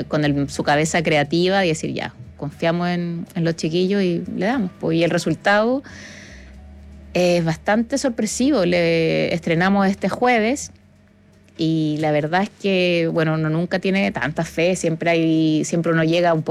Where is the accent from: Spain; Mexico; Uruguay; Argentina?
Spain; somos las españolas que venimos a dejar un poco